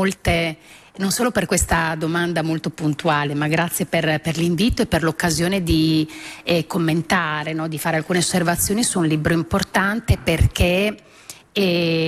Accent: Reggio Emilia, Emilia-Romagna, Italy

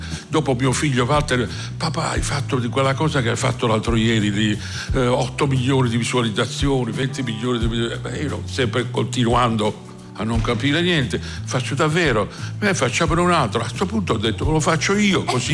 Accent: Canosa di Puglia, Apulia, Italy; born there; moved away; il dialetto stretto del mio paese di Canosa

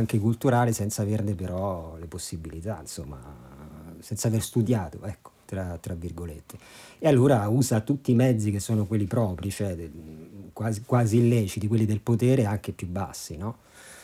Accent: Rome, Lazio, Italy; io sono di Roma

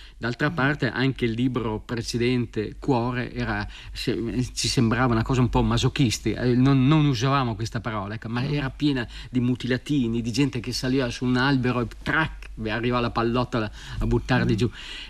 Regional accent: Parma, Emilia-Romagna, Italy; born there; nella stradina dove io sono nato, a Parma.

